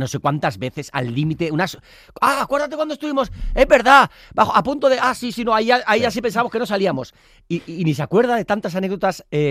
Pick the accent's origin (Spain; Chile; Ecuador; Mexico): Spain; San Sebastián, Basque Country